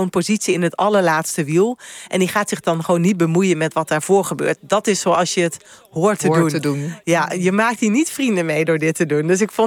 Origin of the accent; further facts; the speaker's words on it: Netherlands; Tuurlijk was ik blij als Nederlander dat Olaf Kooi wint